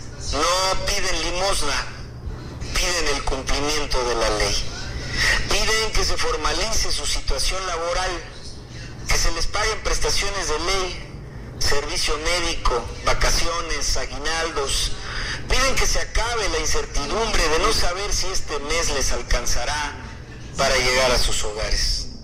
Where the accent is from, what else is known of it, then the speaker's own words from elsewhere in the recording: Acapulco, Guerrero, Mexico; En Acapulco, el lugar de donde soy originario, de donde nací